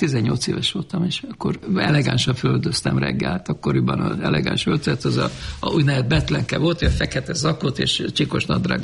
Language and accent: Hungarian; Székesfehérvár, Fejér, Hungary; also born or lived in Vác; Éltünk, de nem ott születtem, én Vácon, szóval vagomban voltak, és Vácon születtem, de hát ilyen átmeneti állapotban. Fehérváron jártam iskolába, ciszterekhez jártam